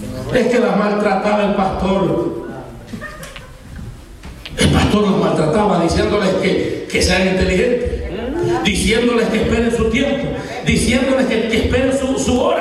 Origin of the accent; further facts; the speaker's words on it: El Salvador; accent: Salvadoran